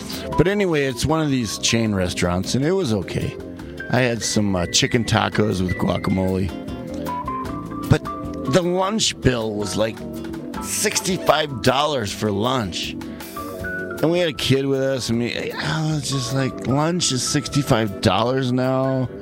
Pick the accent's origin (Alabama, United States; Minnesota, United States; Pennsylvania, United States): Minnesota, United States; Minneapolis; I'm from Minnesota